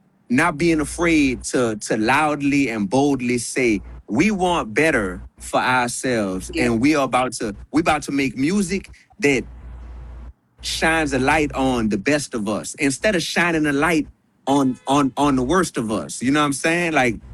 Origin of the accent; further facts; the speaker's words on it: New Orleans, Louisiana, United States; now in Milwaukee, United States; Even though I'm from New Orleans, I'm an adopted son of Milwaukee.